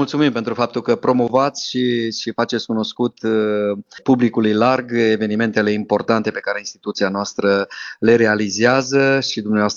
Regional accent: Bistrița-Năsăud, Romania; ca români, ca bistrițeni, ca năsăudeni

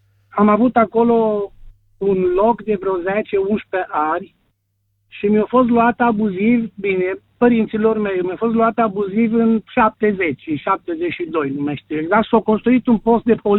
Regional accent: Fildu de Jos, Sălaj County, Romania; sunt din Fildul de Jos, județul Sălaj.

